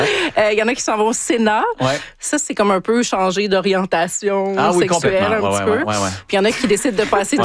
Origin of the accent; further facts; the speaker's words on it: Quebec, Canada; De faire ça parce que moi je viens du Québec